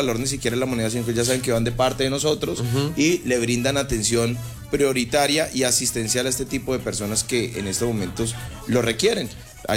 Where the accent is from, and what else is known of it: Ibagué, Tolima, Colombia